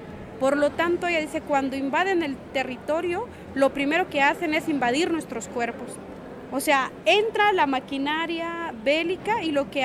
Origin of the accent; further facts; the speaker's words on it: Guatemala; yo soy guatemalteca, no soy mexicana